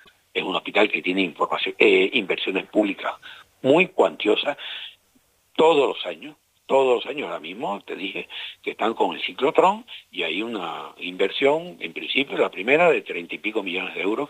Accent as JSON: {"language": "Spanish", "region": "Canary Islands", "country": "Spain", "said": "somos las Islas Canarias."}